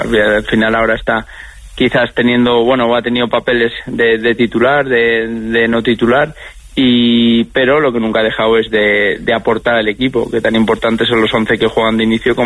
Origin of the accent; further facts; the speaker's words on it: Aragon, Spain; moved away; Huesca o Zaragoza, que son los de mi tierra y donde trabaja mi hermano.